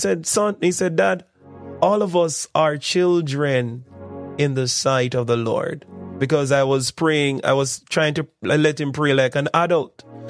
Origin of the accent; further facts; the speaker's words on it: Jamaica; A lot of us as Jamaican men, I'm speaking for myself, we don't like to use recipe books.